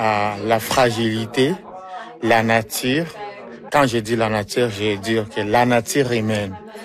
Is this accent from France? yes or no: no; DR Congo; also born or lived in Uganda; now in Campbell River, Canada; Je viens de la RDC, de la République démocratique du Congo. Je me suis immigré au Canada, à Campbell River, avec ma famille.